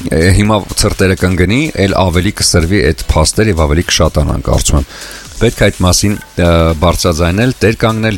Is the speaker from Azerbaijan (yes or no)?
no; Yerevan, Armenia; Սա որպես մտահոգիչ, որպես հայ, որպես քաղաքացի, որպես երևանցի իմ որ մեծ մտահոգությունն է